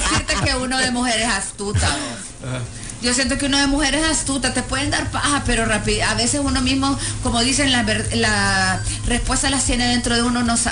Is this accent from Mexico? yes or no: no; El Salvador; Porque somos metidos los salvadoreñas y salvadoreñas.